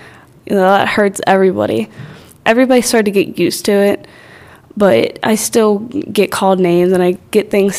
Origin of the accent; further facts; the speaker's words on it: Manassas, United States; I'm 16. I'm from Manassas, PA.